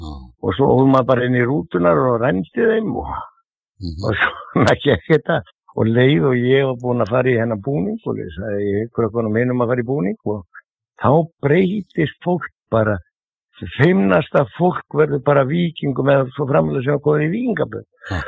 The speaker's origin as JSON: {"language": "Icelandic", "town": "Reykjavík", "region": "Capital Region", "country": "Iceland", "tie": "born or raised there", "said": "Já, ég er fæddur og uppalinn í Klefsholtinu"}